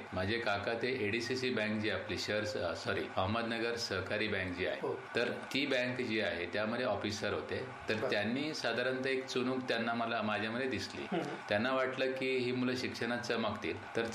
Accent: Kasar Pimpalgaon, Maharashtra, India; also born or lived in Varur, Shevgaon / Ahmednagar (Maliwada); माझा जन्म वरूर शेवगाव इथला आणि माझं मूळ गाव कासार पिंपळगाव जे तिसगावच्या जवळ आहे

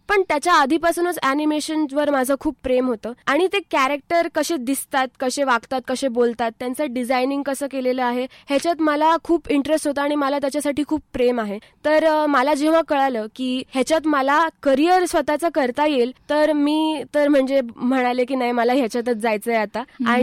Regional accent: Ahmednagar, Maharashtra, India; मी नगरचीच आहे तर इकडेच माझं सगळं बालपण गेलं.

